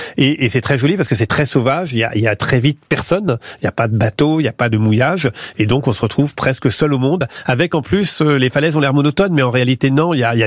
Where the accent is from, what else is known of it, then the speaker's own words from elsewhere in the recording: Pont-de-l'Arche, Normandy, France; ma ville natale, Pont de l'Arche, qui est une petite